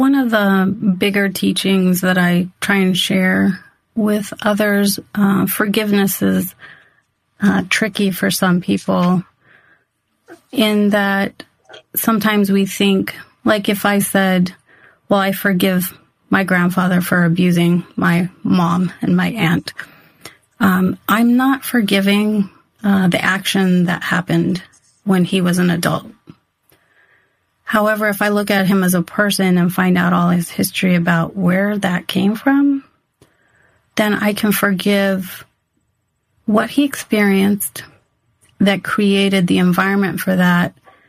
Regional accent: Yuma, Arizona, United States; because I grew up in Yuma, Arizona. We're right on the border. And so there's a large Hispanic population

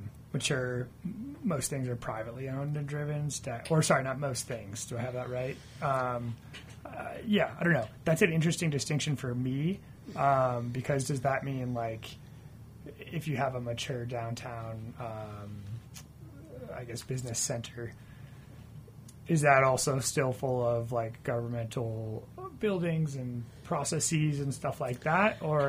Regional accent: Missoula, Montana, United States; moved away; I grew up in Missoula, Montana, and I visit my parents there now and see the city change.

